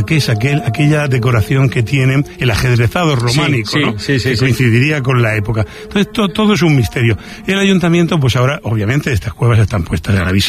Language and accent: Spanish; Region of Murcia, Spain; Es que no hablo catalán valenciano y encima soy de Murcia, que me como las S, ¿no?